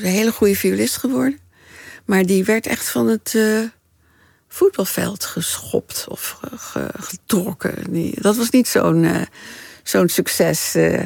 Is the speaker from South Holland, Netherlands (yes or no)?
no; Haarlem, North Holland, Netherlands; born there; Ja, via Utrecht, maar ik ben in Haarlem geboren.